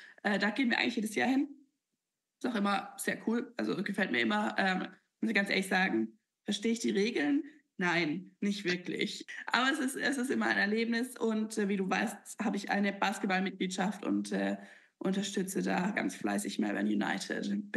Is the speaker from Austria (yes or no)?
no; Baden-Württemberg, Germany; now in Australia